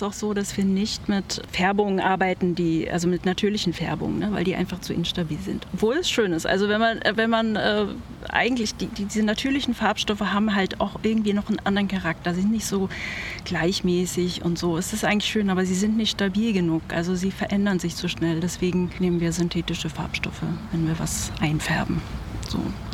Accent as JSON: {"language": "German", "town": "Potsdam", "region": "Brandenburg", "country": "Germany", "said": "ich komme aus Potsdam. Ich bin Potsdamerin und Land Brandenburg."}